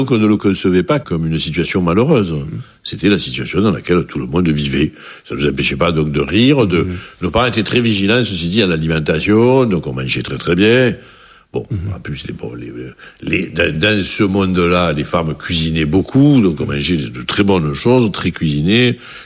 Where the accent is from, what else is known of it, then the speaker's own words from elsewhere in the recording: Marseille, Provence-Alpes-Côte d'Azur, France; Et je n'étais même pas marseillais, j'étais de l'Estac, hein. Enfin, j'étais de ce quartier-là.